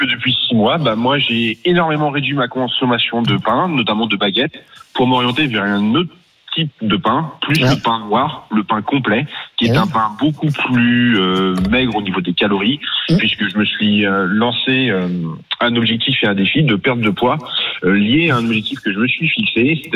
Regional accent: Saumur, Pays de la Loire, France; je suis natif de Saumur, exactement à côté d'Angers

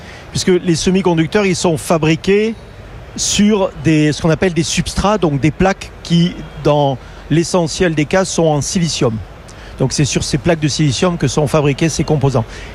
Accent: France; c'est pas parce que je suis français que je le dis

